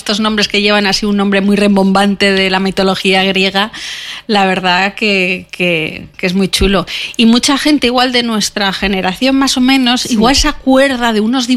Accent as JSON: {"language": "Spanish", "town": "San Sebastián", "region": "Basque Country", "country": "Spain", "moved": "yes", "said": "Yo vengo de San Sebastián, yo soy vasca, llevo aquí ya muchísimos años."}